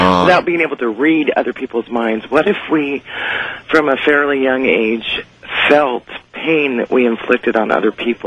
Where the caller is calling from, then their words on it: Coos County, Oregon, United States; I am in Coos County, Oregon, on listening to you on KWRO.